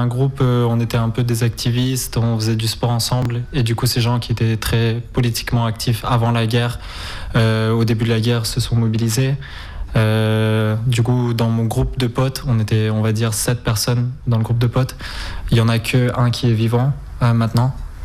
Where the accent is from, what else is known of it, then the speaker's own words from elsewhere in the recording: Ukraine; Je disais « non, je suis ukrainien du coup ». J'ai vraiment senti ça quand je suis arrivé en Espagne, que j'étais pas espagnol, que j'étais plus ukrainien, j'étais plus lié à l'Ukraine qu'autre chose.